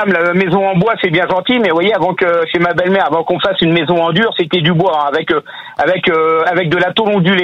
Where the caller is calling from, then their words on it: Bayeux, Normandy, France; Je suis à Bayeux.